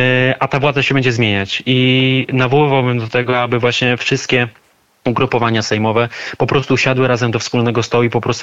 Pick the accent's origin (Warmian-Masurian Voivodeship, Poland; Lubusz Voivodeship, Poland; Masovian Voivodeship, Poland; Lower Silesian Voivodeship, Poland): Lower Silesian Voivodeship, Poland; Lubin; pochodzę z Lubina na Dolnym Śląsku